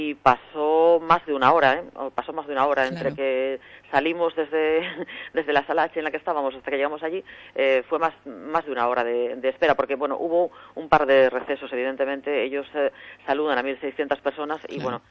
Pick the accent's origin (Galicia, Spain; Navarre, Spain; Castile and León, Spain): Galicia, Spain; Ribadeo; somos de Ribadeo